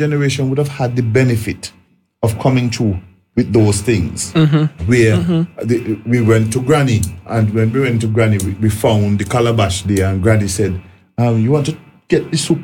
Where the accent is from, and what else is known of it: Montserrat; born or raised there